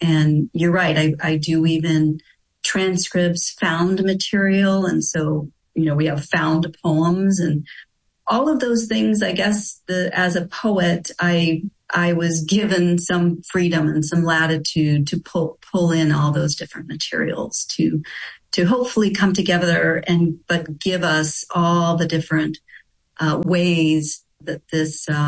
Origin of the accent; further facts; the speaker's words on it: Louisiana, United States; But I grew up myself in Louisiana, and somehow it was a young girl in Louisiana in 1973.